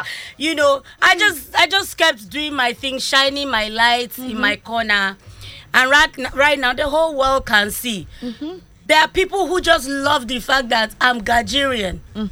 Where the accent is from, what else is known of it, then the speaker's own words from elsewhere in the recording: Lagos, Nigeria; now in Ghana; I grew up in Lagos.